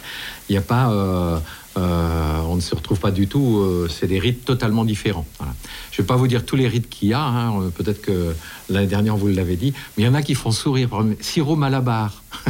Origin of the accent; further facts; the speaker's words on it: Brest, Brittany, France; Je suis originaire de Brest même, où je suis né, mais le berceau familial est rennais